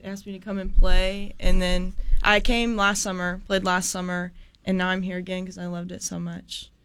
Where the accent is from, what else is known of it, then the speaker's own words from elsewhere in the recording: Bentonville, Arkansas, United States; moved away as an adult; now in Little Rock, United States; I'm just from Bentonville. I'm from North Arkansas.